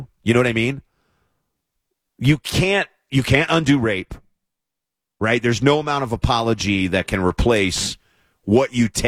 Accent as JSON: {"language": "English", "region": "Kentucky", "country": "United States", "tie": "born or raised there", "moved": "yes", "said": "in my home state of Kentucky"}